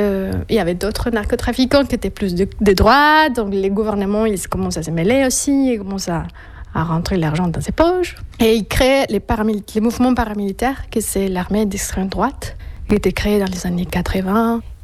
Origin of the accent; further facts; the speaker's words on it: Colombia; moved away; Après, je suis très ignorante dans beaucoup de choses et ça fait 12 ans que je suis partie de Colombie.